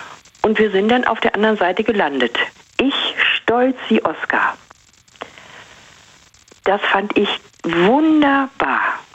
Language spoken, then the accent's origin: German; Germany; Na gut, ich bin auf dem Land groß geworden. Und die Weser war halt im Sommer unser absoluter Treffpunkt.